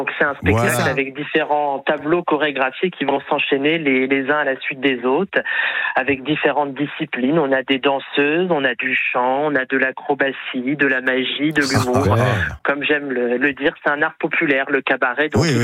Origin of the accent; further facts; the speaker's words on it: Trivy, Bourgogne-Franche-Comté, France; moved away as an adult; mes parents étaient installés depuis 30 ans avec leur restaurant à Trivi. Une affaire de famille, puisque c'est la même famille depuis 7 générations. Donc, j'avais envie de revenir là où j'ai grandi